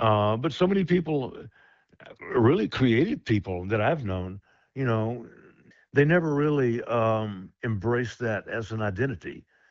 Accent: the South, United States; born or raised there

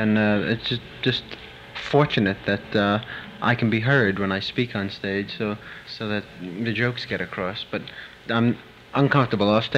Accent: Brooklyn, New York, United States; The fact is the fact. I am from Brooklyn.

